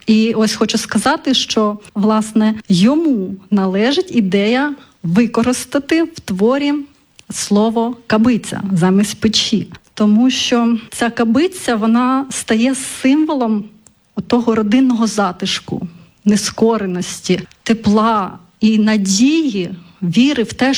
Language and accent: Ukrainian; Kherson, Kherson Oblast, Ukraine; Ми пишаємось тим, що ми херсонці